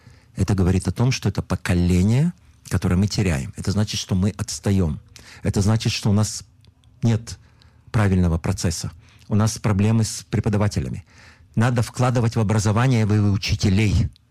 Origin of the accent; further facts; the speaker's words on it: Lviv, Lviv Oblast, Ukraine; born there; moved away; Я приехал из Советского Союза. Из города Львова, там я родился.